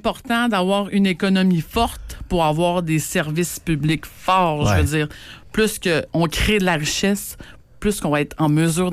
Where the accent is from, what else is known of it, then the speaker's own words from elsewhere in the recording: Lévis, Quebec, Canada; Je suis née à Lévis, j'élève mes enfants à Lévis, je parcours les mêmes épiceries, les mêmes restaurants que tout le monde.